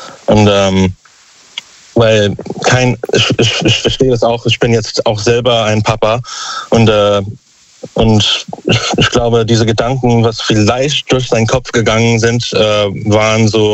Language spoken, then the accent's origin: German; Überherrn, Saarland, Germany